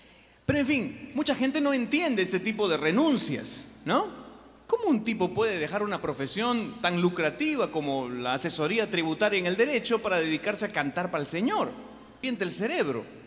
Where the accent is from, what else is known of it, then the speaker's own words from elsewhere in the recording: Peru; soy músico católico, soy de Perú, tengo 20 años.